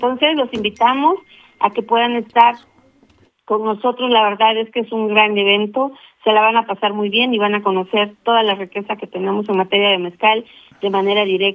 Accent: Puebla, Mexico; nosotros como poblanos

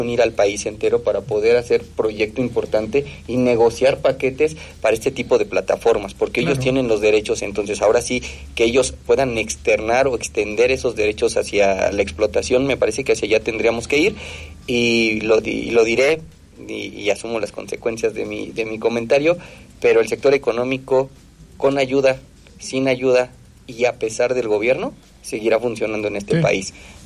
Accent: Mexico

